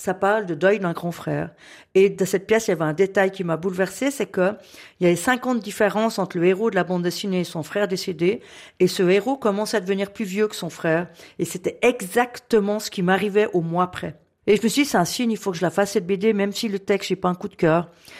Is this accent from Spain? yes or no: no; Switzerland